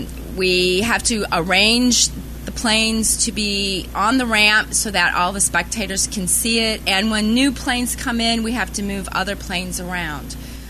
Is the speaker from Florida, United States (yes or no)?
yes; St. Augustine, Florida, United States; I'm from St. Augustine, Florida.